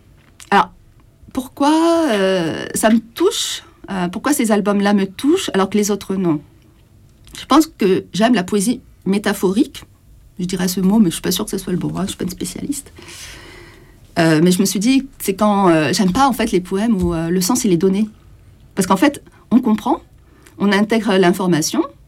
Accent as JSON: {"language": "French", "region": "Provence-Alpes-Côte d'Azur", "country": "France", "tie": "born or raised there", "also_born_or_lived": "Marseille / Paris", "said": "je suis originaire de la Provence, donc je suis allée faire mes études à Marseille, et j'ai travaillé aussi là-bas au départ. Après, je suis venue sur Paris, et je suis repartie à Marseille."}